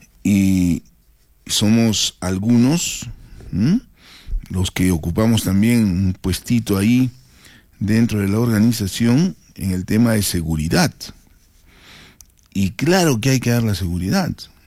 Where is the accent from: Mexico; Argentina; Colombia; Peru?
Peru; Arequipa; nosotros también somos ciudadanos arequipeños